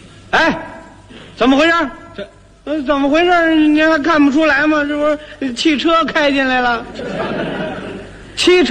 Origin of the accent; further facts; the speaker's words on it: Beijing, China; 长在北京，住家在北京，上学在北京，工作在北京，连淘气都在北京。